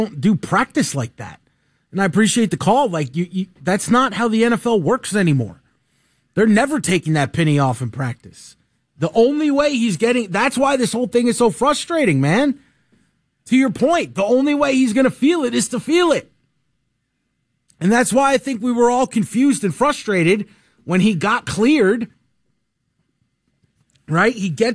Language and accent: English; New York, United States; moved away; growing up in New York